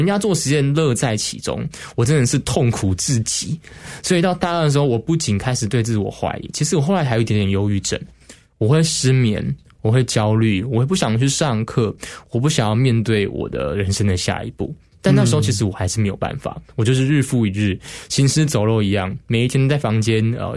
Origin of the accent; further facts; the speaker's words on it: Taichung, Taiwan; moved away as an adult; 国中高中我是在台中长大的孩子，不是说台中多落后，但我的那个城市里面我算是比较顶尖成绩的孩子。